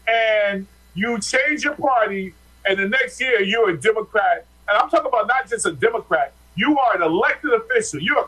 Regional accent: New Jersey, United States; We are from New Jersey.

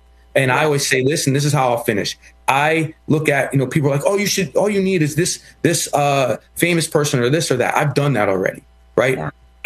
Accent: Philadelphia, Pennsylvania, United States; I'm from Philly

